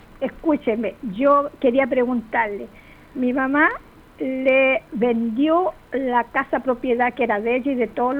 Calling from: Viña del Mar, Valparaíso, Chile; de Aguasanta Abajo, Viña del Mar.

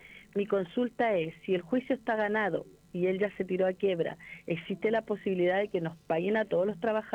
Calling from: Viña del Mar, Valparaíso, Chile; Llamo de Miraflores Alto, de Viña del Mar.

